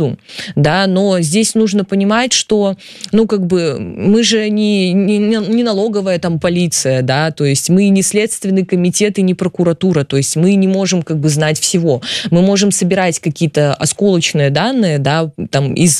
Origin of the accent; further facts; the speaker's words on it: Belarus; я считаю, что белорусы имеют право знать, как живут наши бизнесмены